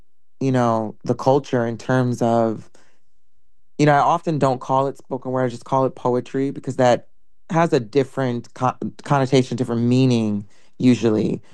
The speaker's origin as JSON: {"language": "English", "town": "New York City", "region": "New York", "country": "United States", "tie": "born or raised there", "said": "I am originally from, I was born in Brooklyn. Spent a lot of time raised in different parts of the city, but mostly Brooklyn."}